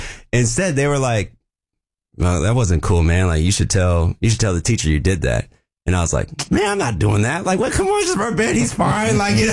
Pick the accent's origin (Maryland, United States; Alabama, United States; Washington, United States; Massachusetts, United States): Washington, United States; Vancouver; So I grew up in Vancouver, Washington.